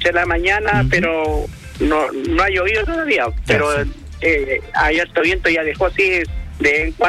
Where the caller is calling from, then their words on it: La Ligua, Valparaíso, Chile; De Huaquén, quinta región, comuna de La Ligua